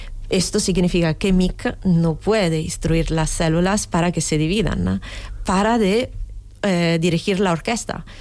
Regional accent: Italy; Spanish is a second language; Y perdóname, yo soy italiana, entonces utilizaré ejemplos italianos.

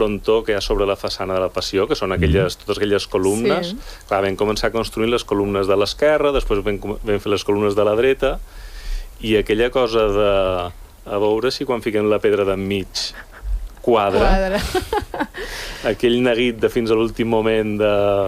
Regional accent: Balearic Islands, Spain; Bé, jo som de Mallorca

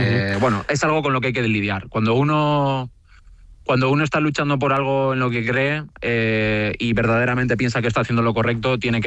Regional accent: Fuerteventura, Canary Islands, Spain; also born or lived in San Sebastián; Yo me he criado en Fuerteventura, soy de Donostiarra, pero me he criado en Fuerteventura.

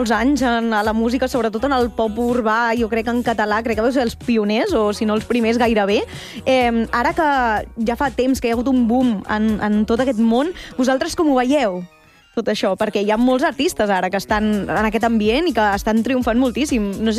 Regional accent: Caldes de Montbui, Catalonia, Spain; jo sóc de Caldes de Montbui, sóc del Vallès, o sigui, estem al costat. Sí. Per tant, jo us vaig començar a escoltar quan jo era molt jove. O sigui, jo sóc del 97

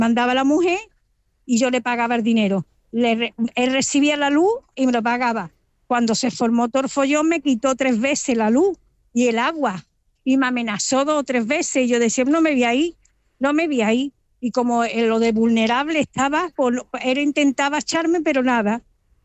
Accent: Málaga, Andalusia, Spain; soy una malagueña de pura cepa y de Málaga era un encanto.

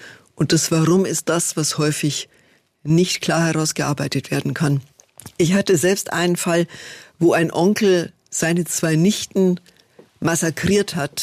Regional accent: Bavaria, Germany; moved away as an adult; Ich komme ja aus Niederbayern, aus einer Schreinerfamilie.

